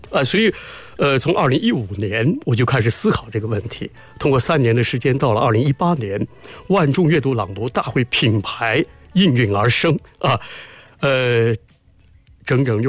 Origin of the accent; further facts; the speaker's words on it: Nanjing, Jiangsu, China; 我作为南京人